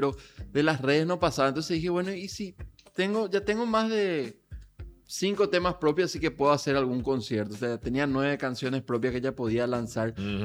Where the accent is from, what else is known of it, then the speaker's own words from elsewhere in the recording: San Vicente, Asunción, Paraguay; yo soy de San Vicente, por cierto. Hay límite con Lambaré.